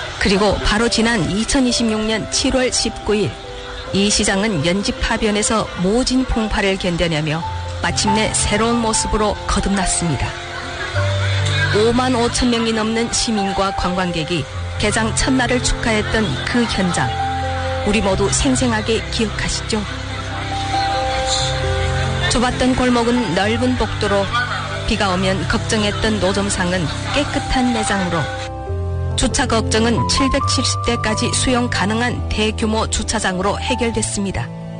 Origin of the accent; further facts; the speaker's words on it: Harbin, Heilongjiang, China; 저는 할빈에서 왔습니다.